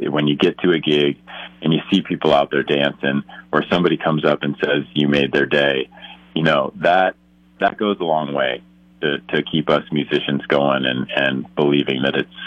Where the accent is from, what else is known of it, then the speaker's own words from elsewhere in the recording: Los Osos, California, United States; Growing up in Los Osos